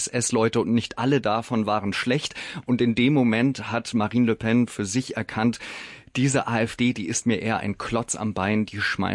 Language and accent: German; Bavaria, Germany; Also ich bin ja aus Bayern und ich kenne nur CSU-Regierungen.